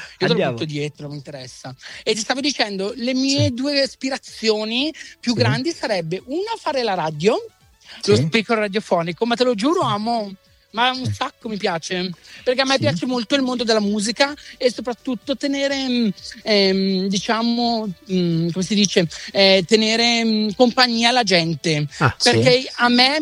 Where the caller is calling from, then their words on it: Naples, Campania, Italy; io proprio napoletano